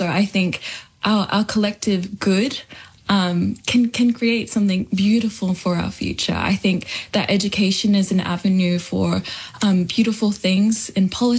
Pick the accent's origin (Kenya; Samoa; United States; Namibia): Samoa; o lo ingo o … I hail from the villages of Mulifanoa, Vainganga, and Vaiusu.